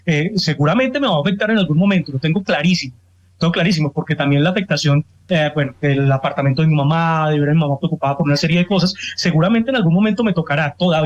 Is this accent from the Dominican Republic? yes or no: no; Pereira, Risaralda, Colombia; now in Bogotá, Colombia; yo soy de Pereira